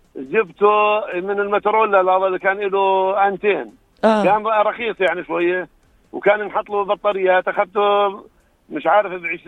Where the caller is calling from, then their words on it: Jordan; عندنا بالأردن هنا